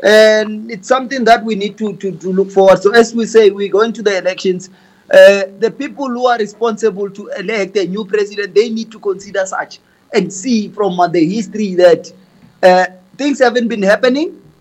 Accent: South Africa; as a South African

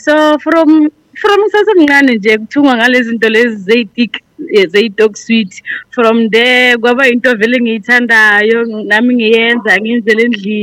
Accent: Mpumalanga, South Africa; I'm from Mpumalanga

